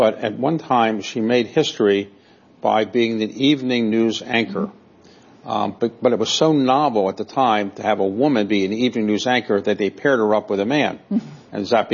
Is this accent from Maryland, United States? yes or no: yes; Baltimore, Maryland, United States; So Nancy Pelosi, my own connection was that I'm from Baltimore.